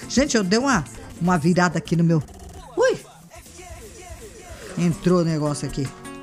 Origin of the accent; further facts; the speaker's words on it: Northeast Brazil, Brazil; born there; moved away; Eu nasci na terra, lá na terra seca, nas caatingas